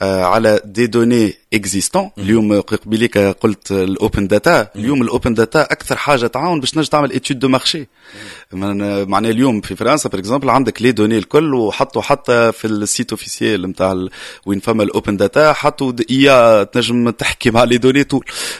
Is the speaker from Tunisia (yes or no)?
yes; Tunisia; اقوى حاجه عندنا في تونس